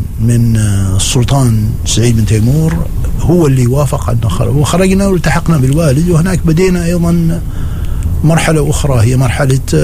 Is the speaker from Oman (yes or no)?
yes; Tanuf, Ad Dakhiliyah, Oman; تنوف أول شيء هي مسقط رأسي يعني، وبداية حياتي أول ما ابتديت كانت تنوف